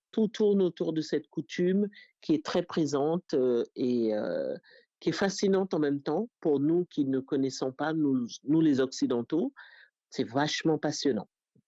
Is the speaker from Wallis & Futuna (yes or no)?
yes; Wallis & Futuna; mais qui reste encore ancré chez nous à Wallis et Futuna.